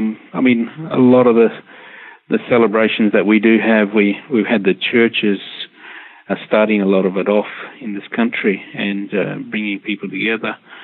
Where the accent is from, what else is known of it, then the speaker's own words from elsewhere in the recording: Perth, Western Australia, Australia; now in Melbourne, Australia; I'm a Whadjuk person. I'm from Perth. The Perth City metro area, all that region is Whadjuk country. And so I've descended from that area.